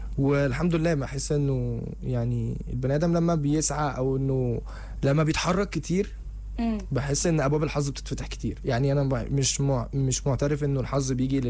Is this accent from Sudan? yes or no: no; Alexandria, Alexandria Governorate, Egypt; moved away as an adult; also born or lived in Cairo; انا اصلا من اسكندريه فانا عشت 8 سنين فلوحدي مغترب في القاهره